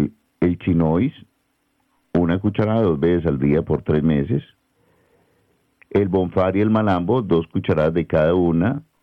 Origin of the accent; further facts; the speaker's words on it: Colombia; Los colombianos somos masoquistas y somos muy envidiosos.